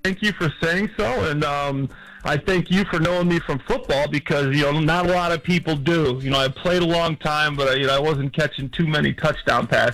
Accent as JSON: {"language": "English", "town": "Chicago", "region": "Illinois", "country": "United States", "said": "Yeah, I'm from Chicago, so I'm not going anywhere. I'm staying in town"}